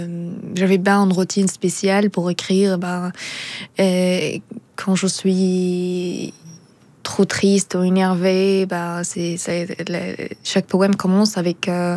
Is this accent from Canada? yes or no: no; Gaza, Gaza Strip, Palestine; French is a second language; moved away as an adult; now in France; Ici, en France, c'est vraiment très, très difficile. Depuis que je suis partie de Gaza, c'est vraiment très difficile d'écrire, mais j'essaye.